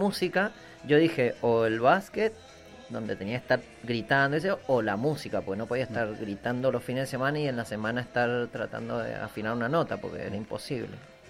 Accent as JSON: {"language": "Spanish", "town": "General Las Heras", "region": "Buenos Aires Province", "country": "Argentina", "said": "yo en Las Heras, uh-huh. de donde soy"}